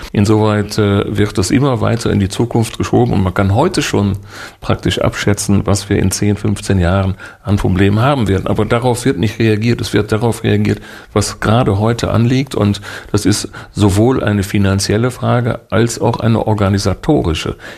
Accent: Duisburg, North Rhine-Westphalia, Germany; In Duisburg, wo ich herkomme, haben wir eine Brücke

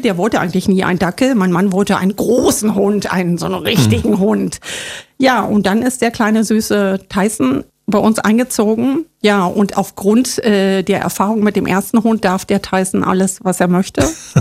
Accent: East Germany, Germany; glaube, diese vielen unkonventionellen, nachhaltigen Tipps, welche ich heute gebe, haben viel mit meiner Kindheit und Jugend im Osten zu tun.

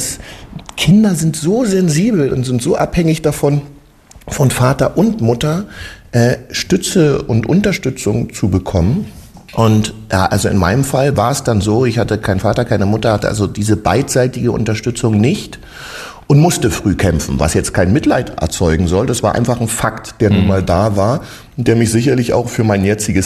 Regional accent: Germany

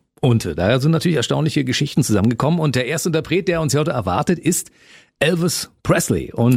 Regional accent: East Germany, Germany; ich bin im Osten aufgewachsen

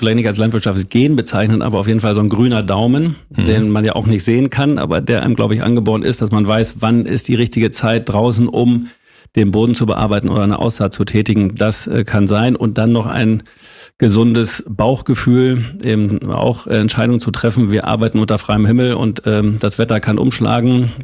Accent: Holthusen, Lower Saxony, Germany; Also unser Bauernhof, auf dem wir aufgewachsen sind, oder ich aufgewachsen bin in Holthusen 1, Lüneburger Heide, das ist so ein typischer Bauernhof gewesen

